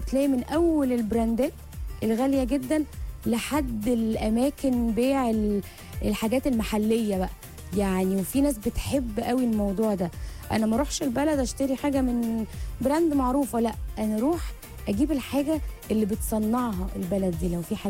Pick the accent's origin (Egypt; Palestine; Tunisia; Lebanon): Egypt; لينا كمصريين